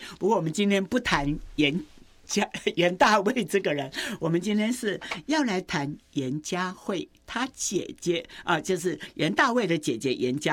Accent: China; 那其实在过去，我们其实中国人也有讲一件事，就是三十而立，四十而不惑，五十而知天命

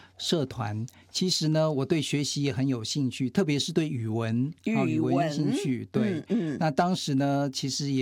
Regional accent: Yonghe District, New Taipei, Taiwan; 我是在现在叫新北市，当时叫台北县，那新北市的永和区，在那边念国小、国中这样子，那。国中毕业以后，当然就是考那个当时的联考，考到第二志愿，其实是差一点点到第一志愿，到师大附中，那也在台北。

